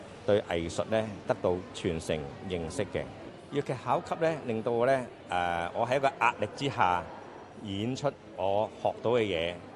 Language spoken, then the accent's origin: Cantonese; Hong Kong; 是一个退休的公务员来的。